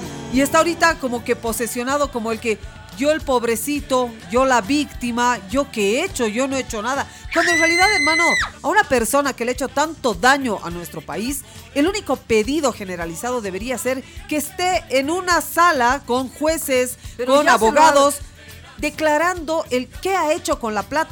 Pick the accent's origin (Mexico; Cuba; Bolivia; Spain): Bolivia